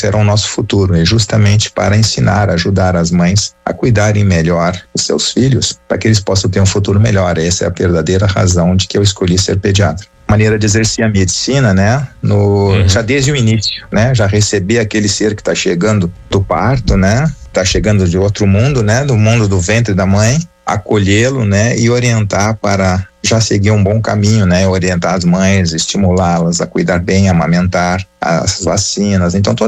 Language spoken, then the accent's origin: Portuguese; Pelotas, Rio Grande do Sul, Brazil; moved away as an adult; now in Caxias do Sul, Brazil; Eu fiz minha residência na cidade de Pelotas, eu sou natural de Pelotas, toda a minha família é natural de Pelotas, eu e minha esposa, né?